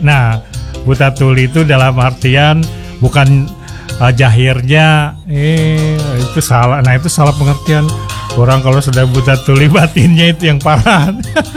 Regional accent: East Kalimantan, Indonesia; Ya, jauh-jauh kita dari Kalimantan ketemu satu meja makan di Jakarta. Terus aku minta bayar, bah miskin banar, itu menjatuhkan orang Kaltim ikam tuh.

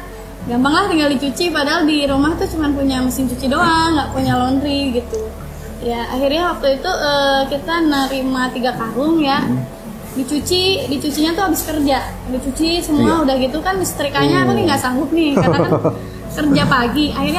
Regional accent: Karawang, West Java, Indonesia; Kalau saya asli dari Karawang.

